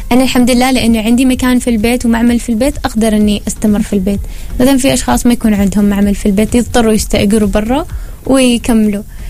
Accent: Oman; نحن عندنا في مسقط

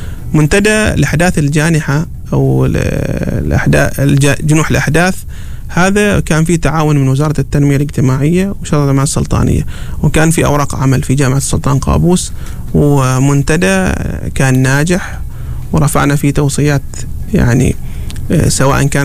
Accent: Oman; عندنا في عمان

